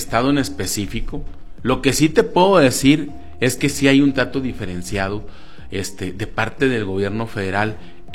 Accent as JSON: {"language": "Spanish", "country": "Mexico", "said": "como mexicanos que somos"}